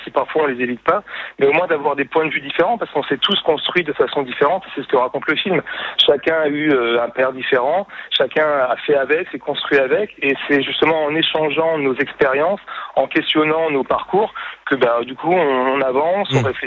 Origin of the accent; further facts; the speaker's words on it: Nice, Provence-Alpes-Côte d'Azur, France; Le vrai niçois, c'est moi. Parce que moi, je suis né à Nice.